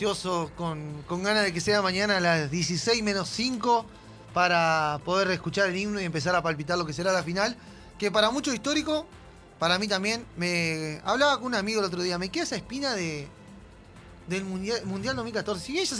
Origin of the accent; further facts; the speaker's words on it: Argentina; hoy poder ser quien somos como argentino.